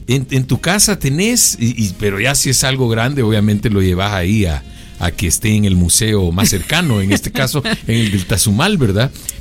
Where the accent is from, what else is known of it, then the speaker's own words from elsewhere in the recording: Chalchuapa, Santa Ana, El Salvador; yo crecí en Chalchuapa, que es una zona arqueológica así por tradición